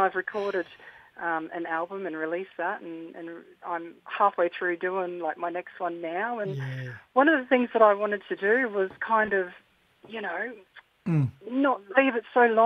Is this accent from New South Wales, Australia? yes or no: no; Chillagoe, Queensland, Australia; now in Mareeba, Australia; growing up in Chiligo, there wasn't a whole lot to do except, going camping and fishing